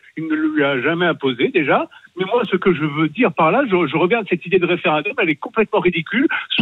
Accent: Algeria; Je suis binational, je suis français et algérien et je milite au Rassemblement pour la culture et la démocratie

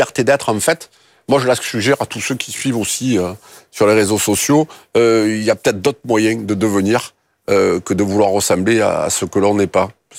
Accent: Marseille, Provence-Alpes-Côte d'Azur, France; accent: Marseille accent

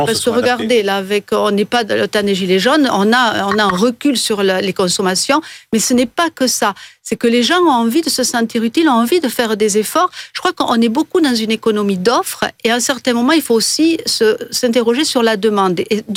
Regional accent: Pyrenees, France

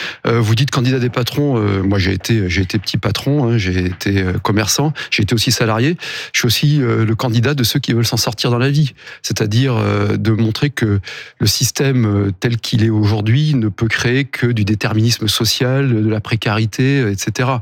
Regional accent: France

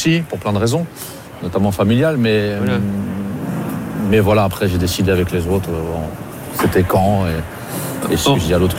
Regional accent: Normandy, France; Nous, on est des Hauts Normands et Caen est en Basse Normandie.

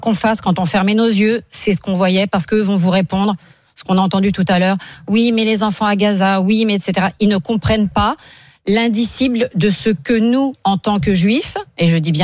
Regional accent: France

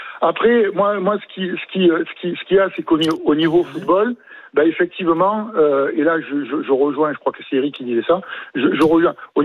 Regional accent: Marseille, Provence-Alpes-Côte d'Azur, France; Oui, je suis marseillais.

